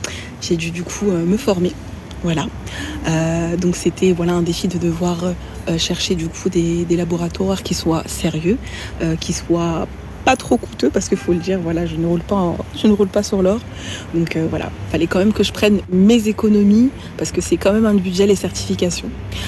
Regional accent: Mali; moved away; dans mon pays d'origine, hein, le Mali.

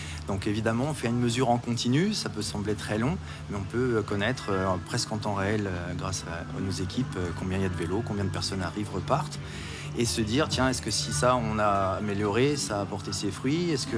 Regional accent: Charleville-Mézières, Grand Est, France; je suis né à Charleville, originaire de la vallée de la Meuse.

